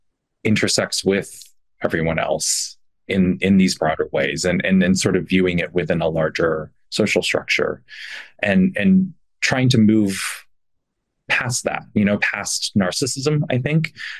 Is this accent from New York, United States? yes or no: no; Florida, United States; I grew up in Florida. I had Korean parents, but I also went to a Baptist school, a white Baptist school in the South.